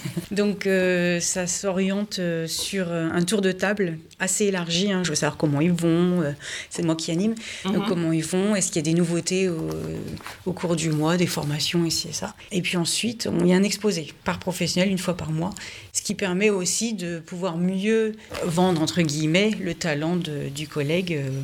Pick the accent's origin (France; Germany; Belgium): France; Hauts-de-France; On est assez chauvine. Hein. Moi, je suis native d'ici. On est parti de Largny-sur-Automne.